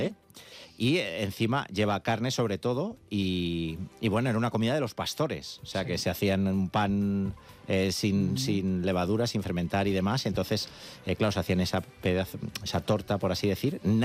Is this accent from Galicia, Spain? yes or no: no; Albacete, Castilla-La Mancha, Spain; Porque como buen albaceteño